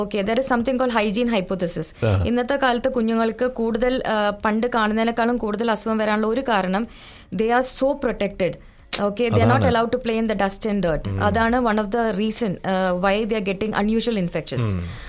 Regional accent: Kozhikode, Kerala, India; Kozhikode.

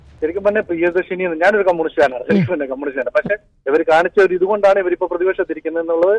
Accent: Ranni, Kerala, India; born or raised there

